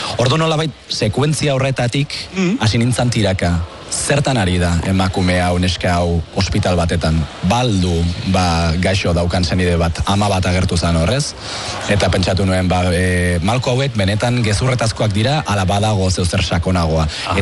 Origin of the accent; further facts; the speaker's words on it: San Sebastián, Basque Country, Spain; ni Donostiarra naiz, orduan nire kuadria guztia zegoen